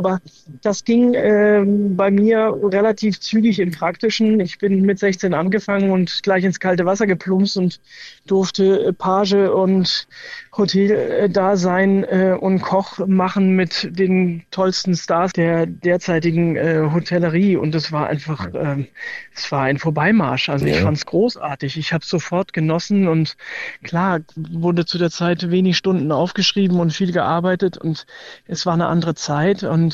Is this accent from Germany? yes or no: yes; Hamburg, Germany; Und Hamburg ist einfach meine Heimat.